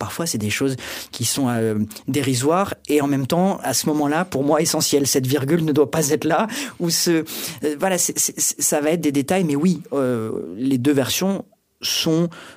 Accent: Paris, Île-de-France, France; En fait, donc moi, je suis né et j'ai grandi à Paris, d'un père québécois, et donc toute ma famille est au Québec. Donc j'ai vraiment grandi entre ces deux cultures.

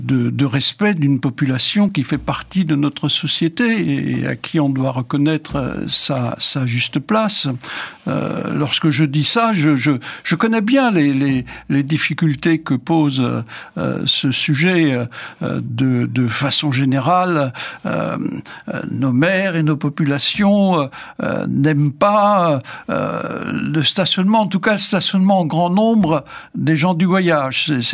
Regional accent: Grand Est, France; Enfin, chez nous en Alsacien, on appelait ça un tziguiner

